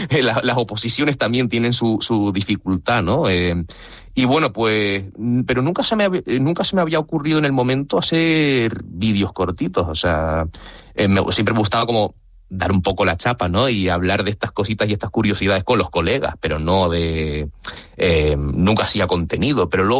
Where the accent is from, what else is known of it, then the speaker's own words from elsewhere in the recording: Fuerteventura, Canary Islands, Spain; Nací en Fuerteventura, me he criado en Fuerteventura, así que técnicamente por crianza y tal y nacimiento soy canario